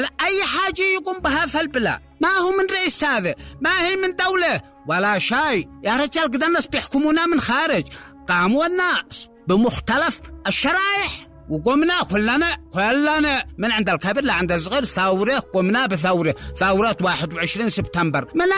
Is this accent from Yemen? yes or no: yes; Sanaa, Amanat Al Asimah, Yemen